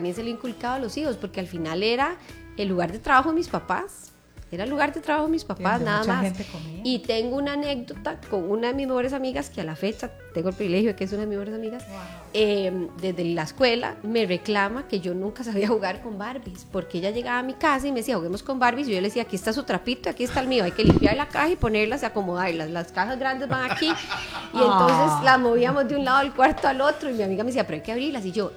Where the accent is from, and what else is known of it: Costa Rica